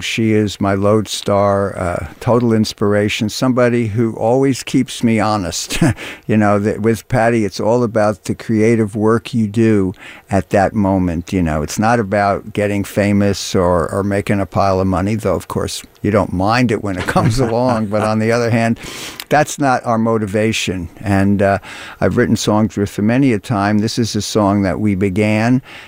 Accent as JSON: {"language": "English", "town": "New York City", "region": "New York", "country": "United States", "tie": "born or raised there", "said": "I grew up in Flatbush"}